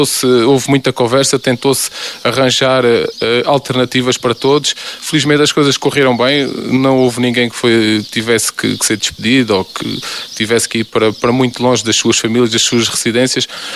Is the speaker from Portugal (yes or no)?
yes; Beirã, Alentejo, Portugal; eu nasci aqui na Beirã. Nasci, vivi, cresci. A minha infância foi toda passada a brincar aqui no meio das linhas, no meio dos comboios.